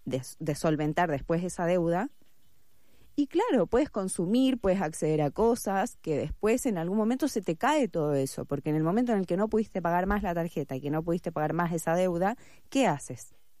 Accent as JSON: {"language": "Spanish", "country": "Chile", "tie": "born there", "moved": "yes", "said": "yo soy chilena, nací ahí, como mi familia vive en Chile."}